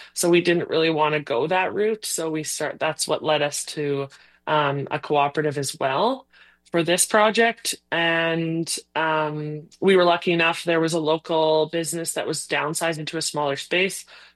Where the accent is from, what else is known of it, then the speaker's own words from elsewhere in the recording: Hazlet, Saskatchewan, Canada; I started out in my hometown of Hazlett